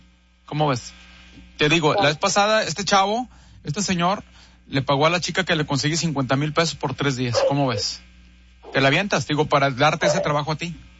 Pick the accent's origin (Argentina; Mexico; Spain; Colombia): Mexico; Puebla; now in Monterrey, Mexico; yo no soy de aquí, yo soy de Puebla, pero las chicas de Monterrey son guapísimas.